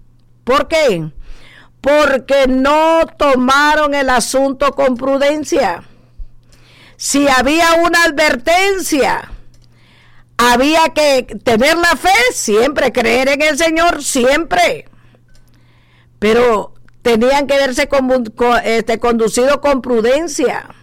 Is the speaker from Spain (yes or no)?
no; Honduras; en mi país, en Honduras